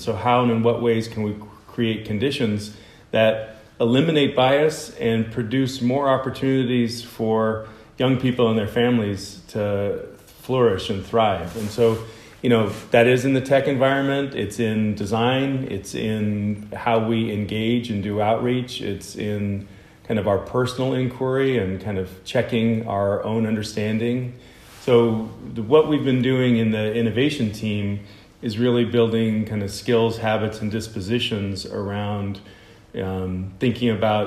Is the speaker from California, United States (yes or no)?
yes; Stockton, California, United States; born there; So I was born in California, born in the Central Valley in Stockton.